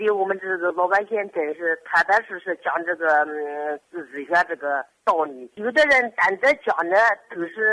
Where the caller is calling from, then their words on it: Anhui, China; 我是安徽的。